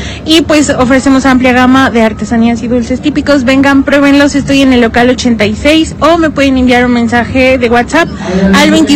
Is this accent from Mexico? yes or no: yes; Tlatlauquitepec, Puebla, Mexico; Por ejemplo, yo vengo de Tlatlauquitepec, Puebla, a ofrecer mis artesanías.